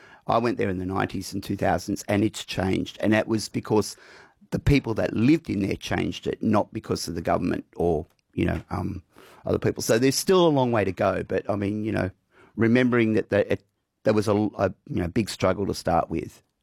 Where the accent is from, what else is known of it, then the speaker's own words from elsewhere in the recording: Sydney, New South Wales, Australia; Like, you know, I grew up in Sydney